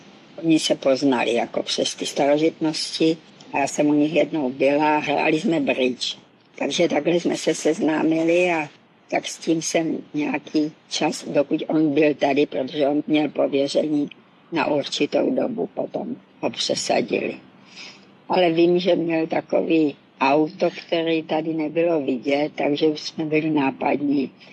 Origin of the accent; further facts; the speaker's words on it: Moravia, Czechia; now in Prague, Czechia; A ještě k tomu v cizí, byla jsem z Moravy, nebyla jsem odsud, jako tu Prahu jsem vůbec neznala.